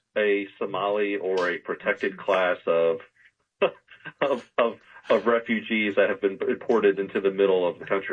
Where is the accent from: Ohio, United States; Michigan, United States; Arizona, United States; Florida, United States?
Florida, United States; No. I'm from Florida. But I did fly up there for this.